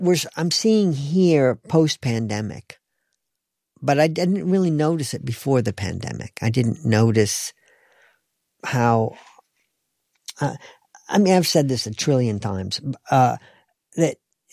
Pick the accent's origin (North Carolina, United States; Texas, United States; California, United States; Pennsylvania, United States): North Carolina, United States; also born or lived in Western New York State; But I grew up in North Carolina, but my family moved from Western New York State when I was in second grade.